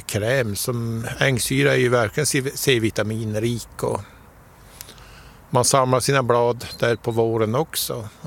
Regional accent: Tärna, Västerbotten County, Sweden; som barn hemma i Tärna

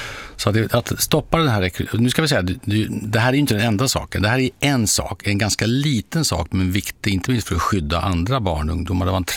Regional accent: Eskilstuna, Södermanland, Sweden; moved away; Jag var i min gamla hemstad Eskilstuna här om veckan.

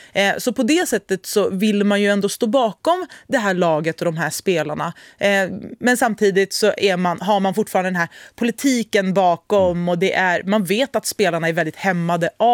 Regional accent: Iran; Men vi som iranier är ju fullt medvetna om vilka hot som kommer ifall vi på något sätt motsätter oss det som är islamiska regimens vägar.

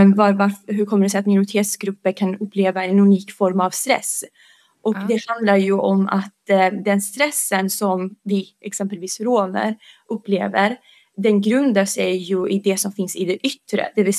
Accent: Bosnia & Herzegovina; Jag är rom från Bosnien, så jag är bosnisk rom. Och det innebär alltså att vi pratar bosnisk romani.

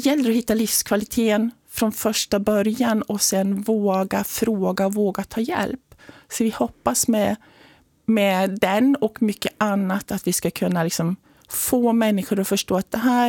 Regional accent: Värmland, Sweden; Jag är ju från Värmland egentligen, så det är ju liksom lite här.

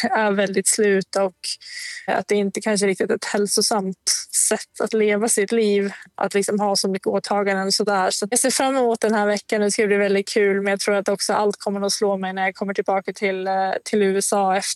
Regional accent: Sweden; Och jag bara träffar min familj liksom hemma i Sverige en vecka senaste året

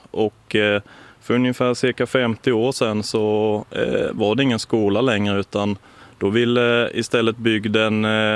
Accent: Nybro, Kalmar County, Sweden; eller alltså där jag kommer från, Nybro, Kalmar, där Öland.

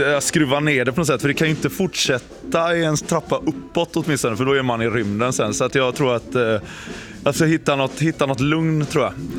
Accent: Gothenburg, Västra Götaland County, Sweden; nu är jag hemma i Göteborg

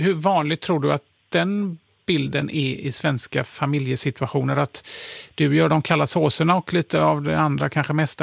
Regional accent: Kävlinge, Skåne, Sweden; born there; Jag är född i Kävlinge.

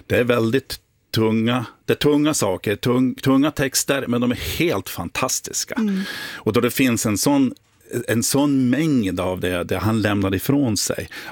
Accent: Norrland, Sweden; now in Finnmarken, Sweden; jag är egentligen från Norrland, det ska man kunna höra.

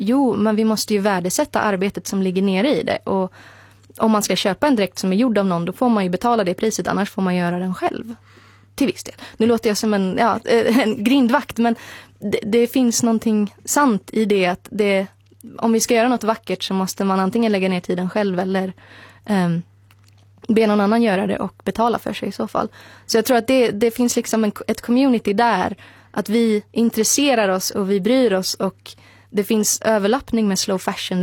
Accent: Gothenburg, Västra Götaland County, Sweden; för jag är uppvuxen i en del av landet där det inte finns en särskilt stark lokal förankring. Vi är båda från Göteborgstrakten.

